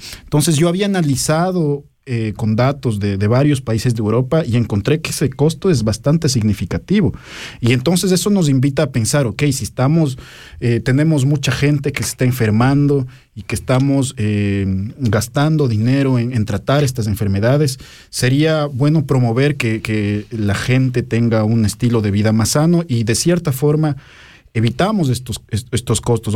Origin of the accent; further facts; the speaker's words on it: Ecuador; y bueno, por ese lado es importante también para mí como ecuatoriano estar preparado en este tipo de cosas